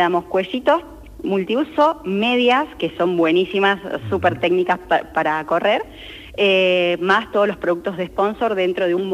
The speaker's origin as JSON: {"language": "Spanish", "town": "Ushuaia", "region": "Tierra del Fuego", "country": "Argentina", "tie": "born or raised there", "said": "Después hice esquí alpino porque nací y viví muchos años en Ushuaia."}